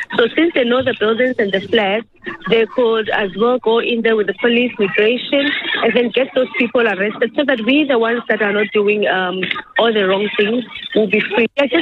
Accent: South Africa; I Personally, I grew up here in South Africa and I have never had any problems with South Africans here.

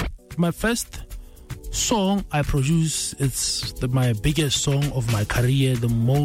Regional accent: Tamara, Botswana; come from a village called Tamara. My mom's come from Tamara. My father comes from Burulung, but I grew up in Tamara.

